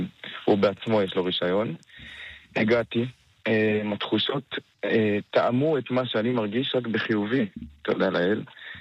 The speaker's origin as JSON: {"language": "Hebrew", "town": "Jerusalem", "region": "Jerusalem District", "country": "Israel", "said": "אז אני בן 22, אני מירושלים."}